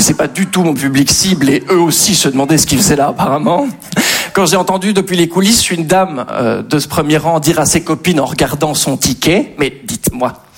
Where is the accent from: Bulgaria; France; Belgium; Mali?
Belgium; je suis belge.